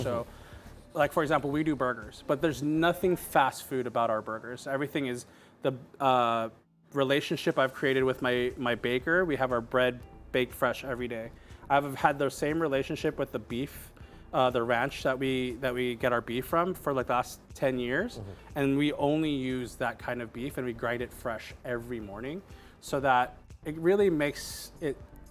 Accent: Philippines; So we're kind of putting everything that we love as a Filipino, like, burger world here.

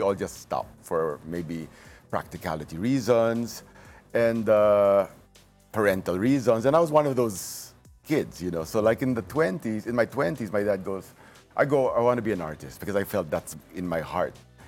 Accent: Davao City, Davao Region, Philippines; because we're from Davao

